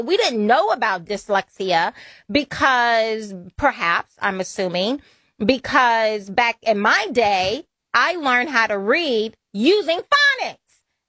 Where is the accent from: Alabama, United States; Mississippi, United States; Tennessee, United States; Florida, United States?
Alabama, United States; And I grew up on a pig farm in southern Alabama in the very deep and rural south of Alabama.